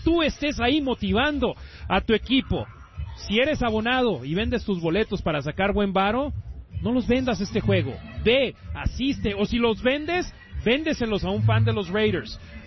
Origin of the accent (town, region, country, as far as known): Mexico